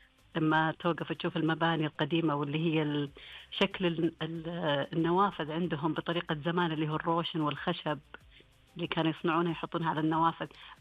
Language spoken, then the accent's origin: Arabic; Eastern Province, Saudi Arabia; هنا في الشرقية الكل يحب يرسم مناطق السياحية، البحر، الشاطئ، بحكم أننا عندنا إحنا منطقة ساحلية